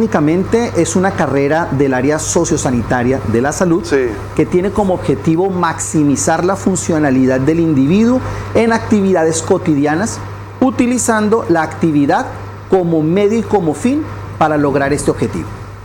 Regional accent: Cali, Valle del Cauca, Colombia; moved away as an adult; now in Paraguay; Yo soy colombiano.

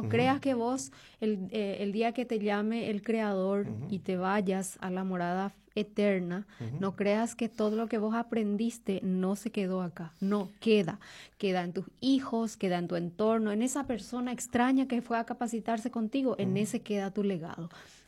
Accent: Paraguay

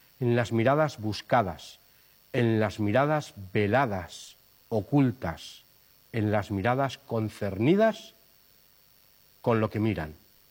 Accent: Navarre, Spain; los bosques de mi tierra allá en Navarra

